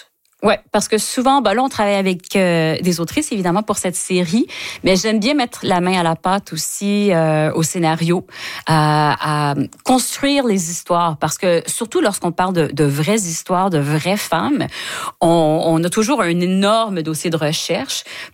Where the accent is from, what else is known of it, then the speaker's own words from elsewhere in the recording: Ontario, Canada; en ayant grandi en tant que franco-ontarienne